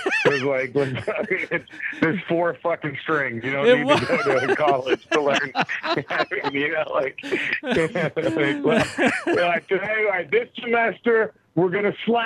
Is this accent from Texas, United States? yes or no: yes; Dallas, Texas, United States; born or raised there; now in Los Angeles, United States